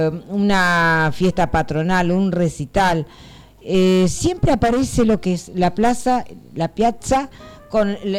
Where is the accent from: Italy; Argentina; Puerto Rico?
Italy; Esto es muy, muy típico de nuestra Italia.